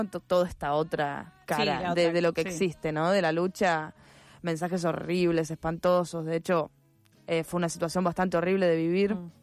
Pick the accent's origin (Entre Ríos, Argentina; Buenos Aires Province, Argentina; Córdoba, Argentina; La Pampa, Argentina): Buenos Aires Province, Argentina; Cañuelas; yo soy de Cañuelas, que es un pueblo... Yo creo que es chico, sí, para ustedes que son más porteños es súper chico.